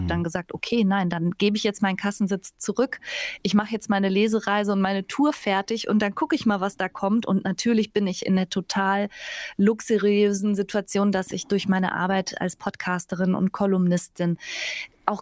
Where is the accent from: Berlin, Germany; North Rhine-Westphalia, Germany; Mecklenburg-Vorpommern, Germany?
North Rhine-Westphalia, Germany; Bergisch Gladbach; Ich bin aus Bergisch Gladbach bei Köln.